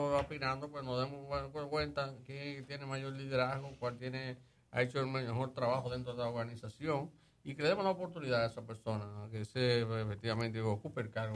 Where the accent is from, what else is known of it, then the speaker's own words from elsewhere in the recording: Valverde, Dominican Republic; saludar desde acá a todos mis compueblanos de la provincia de Valverde